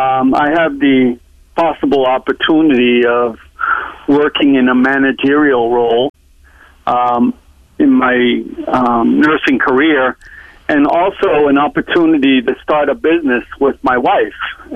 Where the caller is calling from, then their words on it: Nashua, New Hampshire, United States; I'm calling from Nashua, New Hampshire.